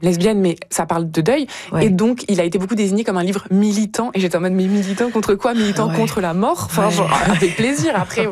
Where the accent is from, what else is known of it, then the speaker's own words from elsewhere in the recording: France; Je dis du coup parce que je suis française